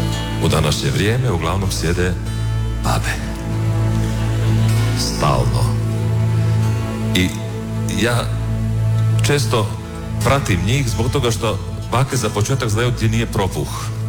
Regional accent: Slavonia, Croatia; kod nas u Slavoniji su bake jako važne.

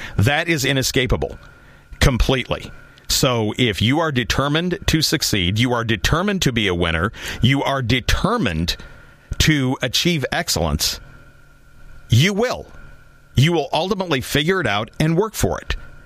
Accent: United States; as a Gen Xer and as an American

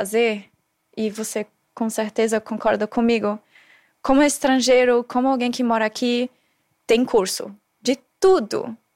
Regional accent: Austria; Portuguese is a second language; now in Brazil

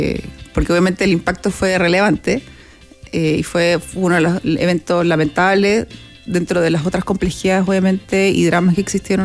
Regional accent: Viña del Mar, Valparaíso, Chile; born there; Sí, nací en Viña.

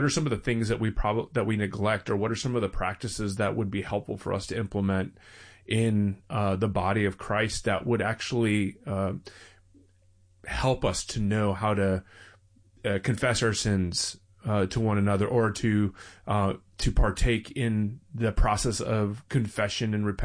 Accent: the South, United States; moved away as an adult; also born or lived in Baltimore, Maryland; now in Bay Area, United States; I was very sheltered in the sense that I grew up in the South for the most part. Very monocultural

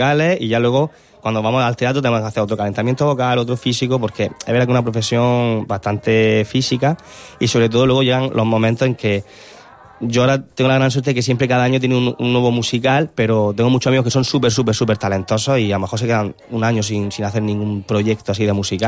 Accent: Almería, Andalusia, Spain; moved away as an adult; He de decir que cuando yo me fui de Almería muy chiquitito, con 20 años me fui de aquí

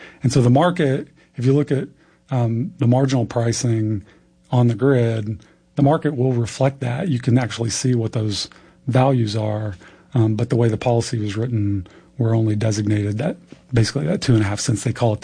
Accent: Arkansas, United States; I grew up in Arkansas.

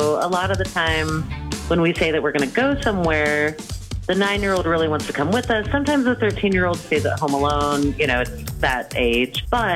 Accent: Madison, Wisconsin, United States; I'm from Madison.

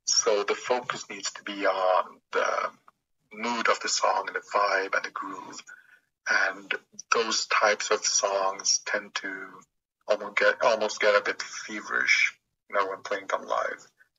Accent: Sweden; When I grew up, when we grew up in Sweden

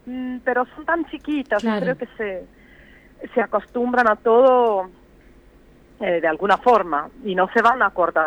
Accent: Switzerland; Spanish is a second language; moved away as an adult; now in Mendoza, Argentina

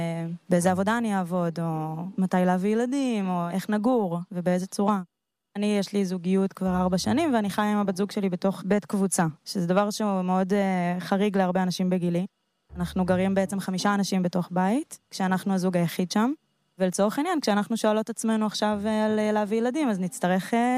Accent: Evron, Northern District, Israel; moved away as an adult; now in Nir Oz, Israel; אני בת 30. נולדתי וגדלתי בקיבוץ עברון.

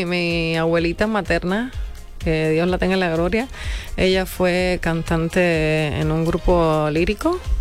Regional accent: Pinar del Río, Cuba; moved away; allá en Pinal del Río, en la provincia de Pinal del Río, de donde soy yo.

